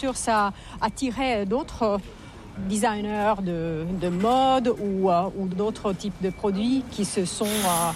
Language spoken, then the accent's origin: French; Turku, Southwest Finland, Finland; French is a second language; je viens de Turku.